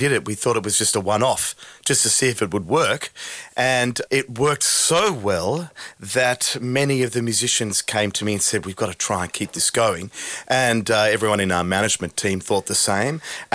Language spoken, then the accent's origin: English; India; But first, I want to take the orchestra to my home country of India.